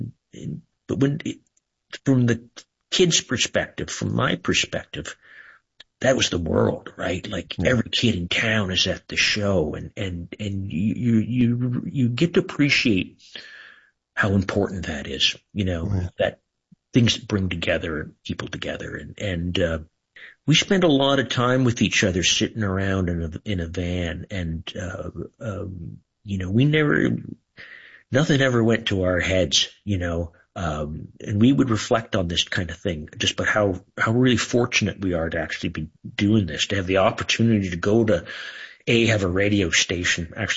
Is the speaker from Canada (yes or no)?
yes; Kingston, Ontario, Canada; We we're just guys from Kingston, Ontario.